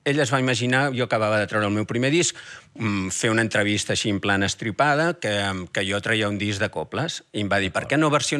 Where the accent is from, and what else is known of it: Barcelona, Catalonia, Spain; now in Sant Quirze Safaja, Spain